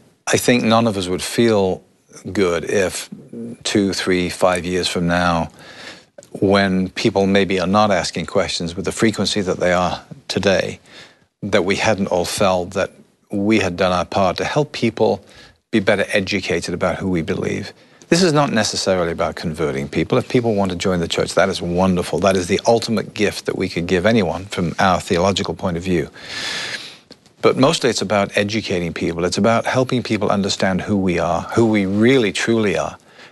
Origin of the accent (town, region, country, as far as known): Liverpool, North West England, United Kingdom; born or raised there; moved away